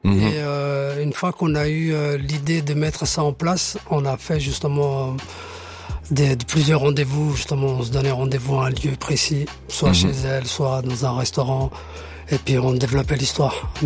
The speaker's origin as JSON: {"language": "French", "region": "Geneva", "country": "Switzerland", "tie": "born or raised there", "also_born_or_lived": "Somaliland", "said": "pas très loin de chez moi. Enfin, de là où j'ai grandi."}